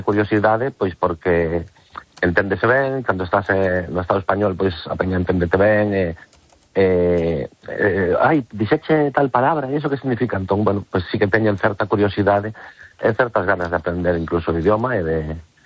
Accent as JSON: {"language": "Galician", "region": "Galicia", "country": "Spain", "said": "Somos galegos"}